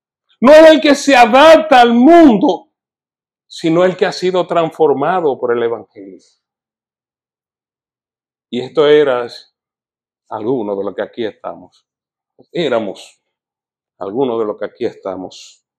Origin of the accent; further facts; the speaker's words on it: Dominican Republic; En mi país, en la República Dominicana, usted entrevista a cualquier persona en la calle y dicen muchísimas cosas, se te citan textos bíblicos.